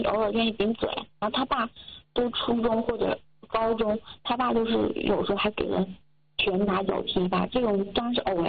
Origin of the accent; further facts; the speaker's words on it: northern China, China; 因为他是南方人，我是北方人，然后我可能思考的东西也比较稍微简单一点